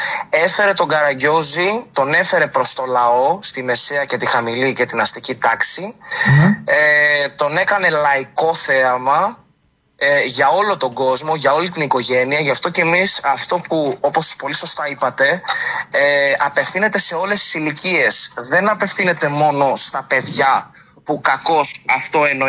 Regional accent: Arta, Epirus, Greece; η καταγωγή μου είναι από την Άρτα.

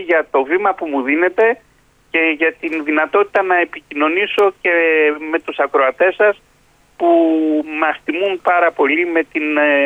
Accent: Thessaloniki, Central Macedonia, Greece; Είμαι Θεσσαλονικιός και το ξέρω.

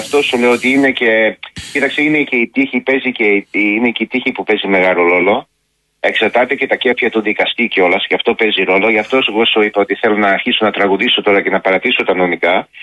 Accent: Australia; Ναι, γιατί εγώ είμαι από την Αυστραλία και εγώ ξέρω τα δεδομένα.

